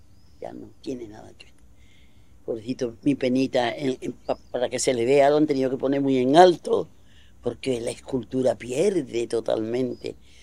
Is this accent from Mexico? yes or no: no; Seville, Andalusia, Spain; desde que mi madre y mis padres se trasladaron desde Triana, donde yo nací, en el barrio de Voluntad, a la Puerta del Arenal. Yo, mi infancia, ya de jugar en la calle y eso, fue en la Puerta del Arenal